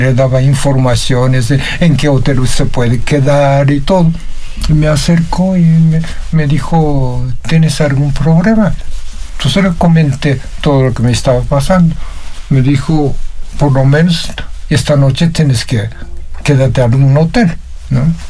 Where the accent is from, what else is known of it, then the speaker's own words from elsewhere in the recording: Nagasaki, Japan; moved away as an adult; now in Mexico; soy de Nagasaki.